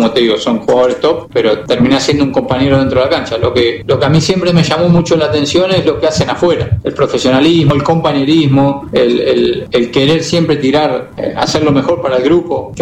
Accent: Argentina; lo único que como argentino le deseamos es que sea feliz

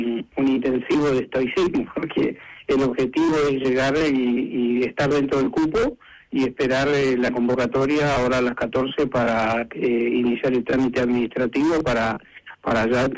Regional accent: Rawson, Chubut, Argentina; Yo vengo de Rawson, no soy de acá de Trelew.

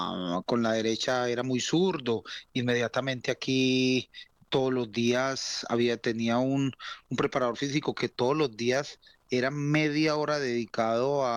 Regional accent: Colombia

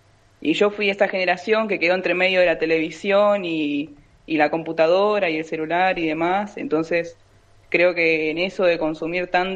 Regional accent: Concordia, Entre Ríos, Argentina; yo de chica recibí mucha influencia por los carnavales de Concordia, las comparsas. Estuvimos muy involucrados cuando yo era muy chica

